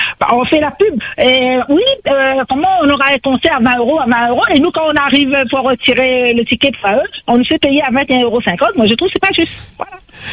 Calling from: Saint-Gilles-les-Bains, Réunion; Moi, j'habite à Saint-Gilles-Léo.

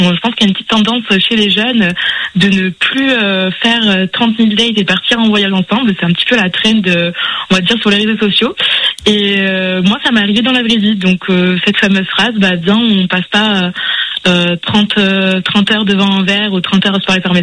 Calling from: Toulouse, Occitanie, France; Moi, j'ai 22 ans et actuellement, j'habite sur Toulouse.

